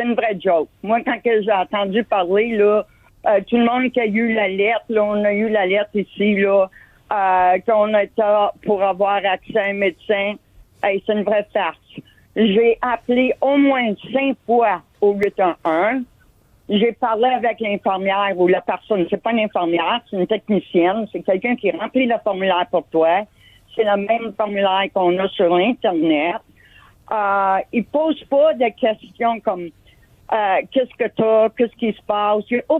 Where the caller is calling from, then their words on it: Lévis, Quebec, Canada; Puis moi, si vous voulez savoir où je suis, je suis à Lévis.